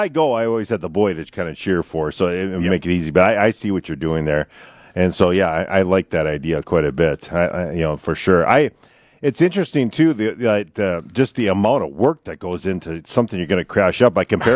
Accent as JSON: {"language": "English", "area": "Clay County", "region": "Minnesota", "country": "United States", "tie": "born or raised there", "said": "my hometown had the Clay County Fair."}